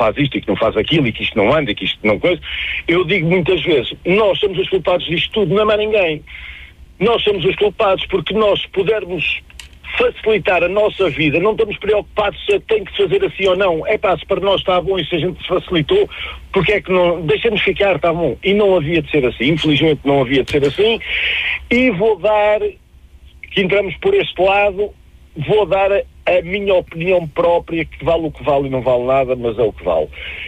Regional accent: Lisbon, Portugal; Não, eu sou de Lisboa, sou puro genuíno de Lisboa, sou mesmo lisboeta. Sou do famoso bairro chinês, quem conhecia ali ao pé de Marvila.

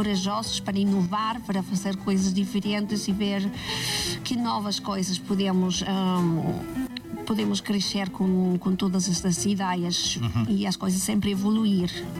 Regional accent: Mexico; Portuguese is a second language; now in Portugal; o meu México está no coração e o Portugal na minha terra, mas é, também é o meu coração, mas é a minha terra também agora, é a minha casa

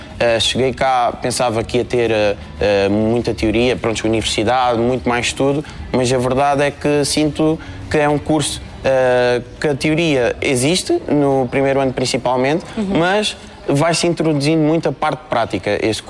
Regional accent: Olhão, Algarve, Portugal; tenho 21 anos, sou de Olhão

